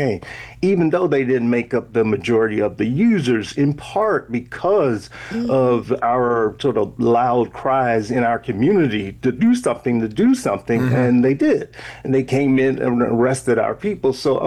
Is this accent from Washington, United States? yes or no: no; Miami, Florida, United States; I grew up in Miami